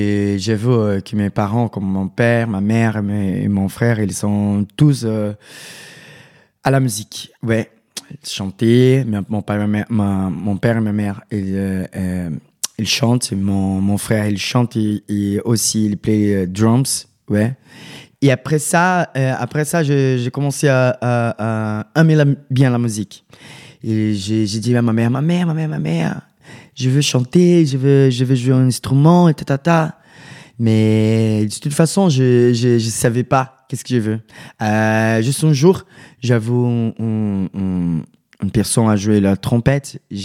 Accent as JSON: {"language": "French", "region": "Rio de Janeiro", "country": "Brazil", "second_language": "French", "moved": "as an adult", "lives_now": "Paris, France", "said": "je viens de Rio de Janeiro, Carioca, avec le funk et toute cette influence-là. Et maintenant, je suis là à Paris pour faire mon art"}